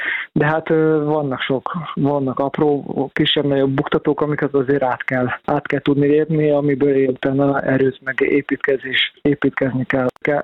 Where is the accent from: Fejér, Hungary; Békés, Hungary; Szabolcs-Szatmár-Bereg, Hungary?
Békés, Hungary; Gyula; én itt születtem, itt kezdtem a pályafutásomat, gyerekkoromban 12 éves koromig itt fociztam, nekem az egész családom gyulai kötődés, meg itt vannak a szüleim